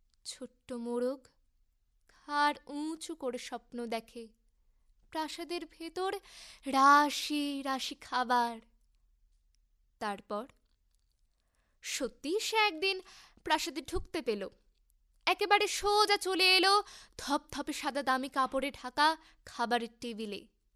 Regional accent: Gazole, West Bengal, India; আমি মালদা জেলার গাজল থেকে এসেছি।

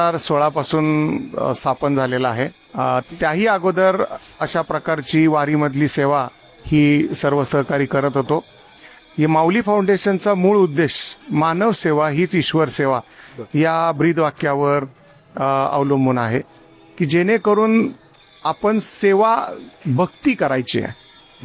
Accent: Phaltan, Maharashtra, India; now in Kolhapur, India; मी मूळचा फलटणचा आहे, परंतु मुंबई हायकोर्टामध्ये गेल्या 28 वर्ष ते प्रॅक्टिस करत आलेलो आहे

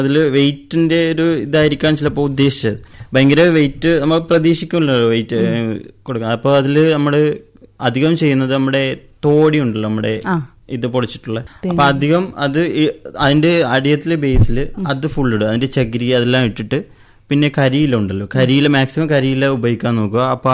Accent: Kavaratti, Lakshadweep, India; ഞാൻ കവരത്തി സ്വദേശിയാണ്.

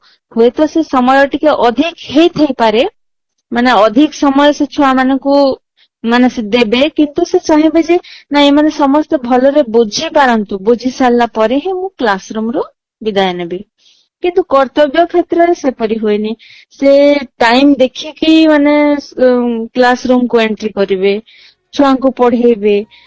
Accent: Balangir, Odisha, India; ନମସ୍କାର, ମୁଁ ବଲାଙ୍ଗୀରରୁ

